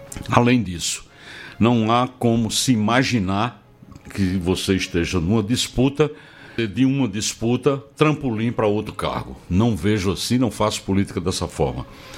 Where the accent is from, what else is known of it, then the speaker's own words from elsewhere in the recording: João Pessoa, Paraíba, Brazil; born there; ser prefeito de uma cidade como João Pessoa, ser prefeito de uma cidade onde eu nasci